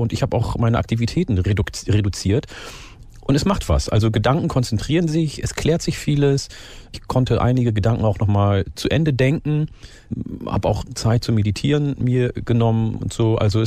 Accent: Falkenburg, Lower Saxony, Germany; In meinem Dorf in Falkenburg in Niedersachsen, wo ich aufgewachsen bin, ein paar hundert Meter von dem Ort, wo wir gewohnt haben, war der große Urwald, der Hasbruch.

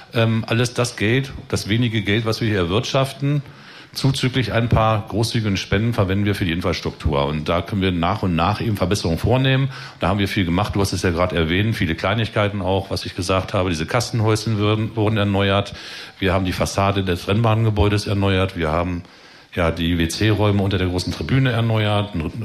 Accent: Goslar, Lower Saxony, Germany; born there; Gut, ich bin ja gebürtiger Goslarer, war auch wirtschaftlich in Goslar aktiv, habe da relativ gute Kontakte.

